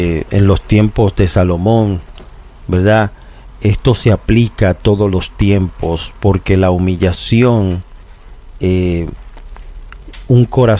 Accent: Samaná, Dominican Republic; pero yo soy de una provincia que no está muy lejos, que es Samaná, así que estamos ahí cerquita.

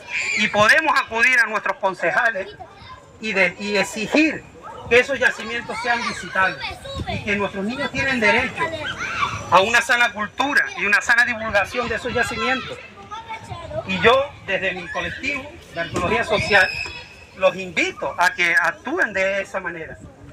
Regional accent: Santa Cruz de Tenerife, Canary Islands, Spain; now in Güímar, Spain; yo soy de Santa Cruz, vivo en Güímar

